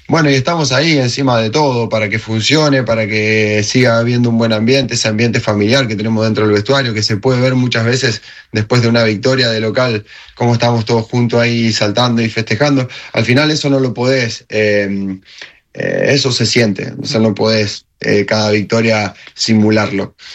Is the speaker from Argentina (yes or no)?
yes; Argentina; now in Spain; la pude vivir en mi país porque justo estaba de vacaciones